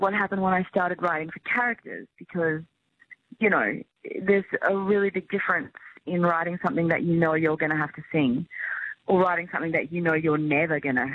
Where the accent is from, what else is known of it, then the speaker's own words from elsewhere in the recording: Queensland, Australia; I don't know about you, but I'm from Queensland, so I took the, you know, the … quite seriously.